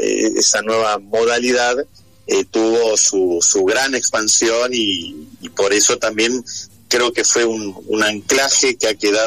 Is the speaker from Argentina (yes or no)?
yes; Buenos Aires, Argentina; Yo soy nacido y criado en Liniers y me iba al local que estaba en Floresta